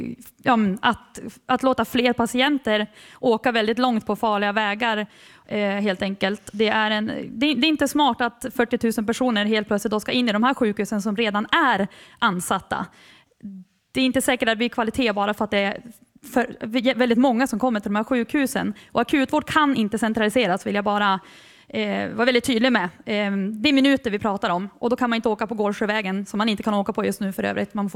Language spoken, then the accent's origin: Swedish; Sollefteå, Västernorrland County, Sweden; För jag kommer från Sollefteå, jag är hemflyttare, jag ser hur de jobbar där.